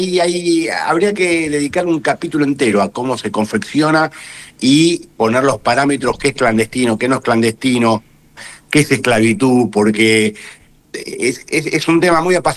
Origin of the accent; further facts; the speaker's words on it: Argentina; somos una marca de nicho que hablamos de lo que somos los argentinos por medio de remeras.